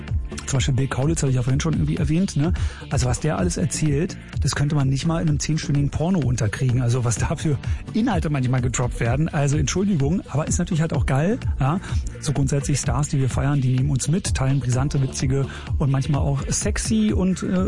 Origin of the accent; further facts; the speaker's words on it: Berlin, Germany; born there; Berlin, irgendwie, ne, geilste, schönste Stadt der Welt, damit hast du natürlich absolut recht, muss ich als gebürtiger Berliner so sagen.